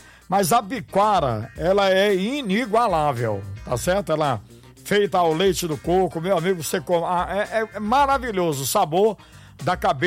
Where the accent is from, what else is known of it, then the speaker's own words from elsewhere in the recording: Fortaleza, Ceará, Brazil; Eu sou mucuripense, viu, meu querido Maílton? Nasci ali no Mucuripe, sou mucuripense da Gema, né? E comi na minha infância muito pirão de cangulo.